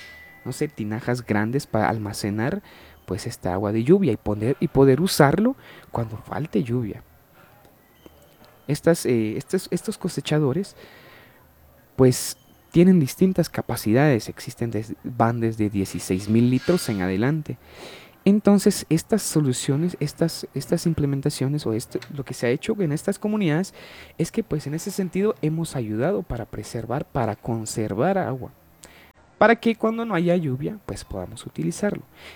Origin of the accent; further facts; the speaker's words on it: San Miguel Ixtahuacán, San Marcos, Guatemala; tanto como guatemaltecos, como de San Miguel Ixtahuacán, representa nuestra cultura.